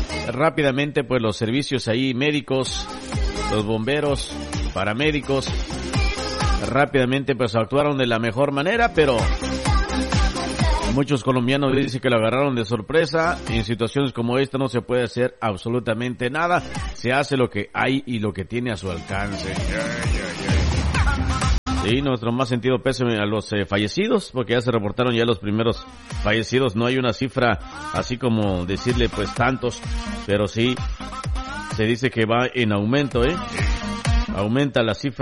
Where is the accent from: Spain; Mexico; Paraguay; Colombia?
Colombia; uno está como cualquier día, como cualquier colombiano, como cualquiera de nosotros